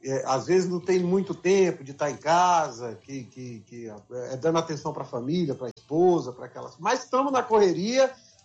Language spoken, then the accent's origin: Portuguese; Acre, Brazil; moved away; eu agradeço ao Acre, porque foi o começo de tudo, foi onde eu nasci, foi onde eu cresci, foi onde eu aprendi a ser quem eu sou hoje.